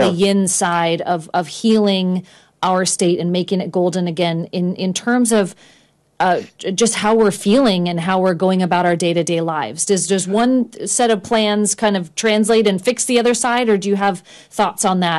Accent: California, United States

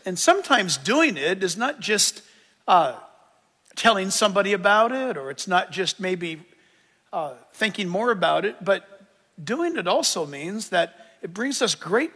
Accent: United States; born there; I was born in America.

